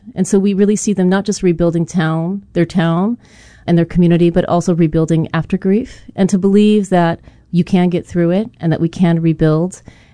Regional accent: Hawaii, United States; I felt like growing up here, it was more the norm.

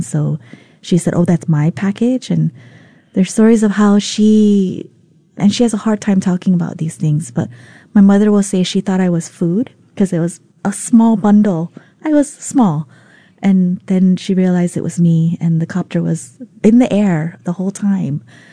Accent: Honolulu, Hawaii, United States; first language Vietnamese; English is a second language; also born or lived in Nha Trang, Vietnam; help all the families who came to our apartment in Makiki. I grew up there

